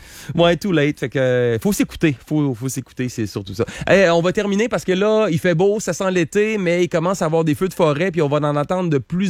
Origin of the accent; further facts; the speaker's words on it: Quebec City, Quebec, Canada; Là, je dis, OK, je viens du Canada, je viens de Québec.